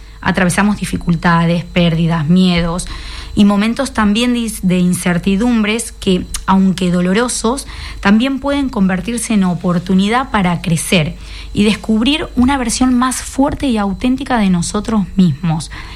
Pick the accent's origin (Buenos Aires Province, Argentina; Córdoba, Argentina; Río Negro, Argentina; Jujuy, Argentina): Buenos Aires Province, Argentina; Junín; Desde muy, muy pequeñita, siempre, en mi ciudad, yo soy de Junín, provincia de Buenos Aires, estaba siempre lleno mi ciudad de mariposas.